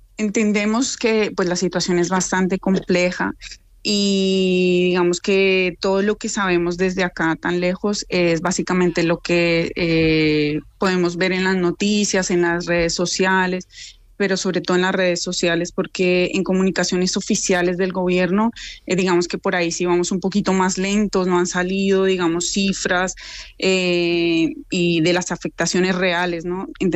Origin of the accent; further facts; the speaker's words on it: Bogotá, Colombia; Yo, por ejemplo, pues soy de Bogotá